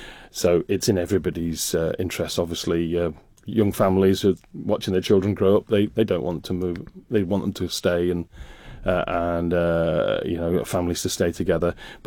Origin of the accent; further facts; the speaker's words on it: Rugby, West Midlands, United Kingdom; moved away as an adult; now in Isle of Man; roughly the population of my hometown of Rugby, where I grew up.